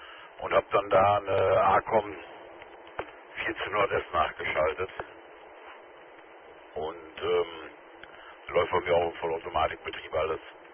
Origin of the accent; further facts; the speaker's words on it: Aarhus, Central Denmark Region, Denmark; now in Germany; Ich komme aus Aarhus. Und bin da gerade unterwegs Richtung Dülmen.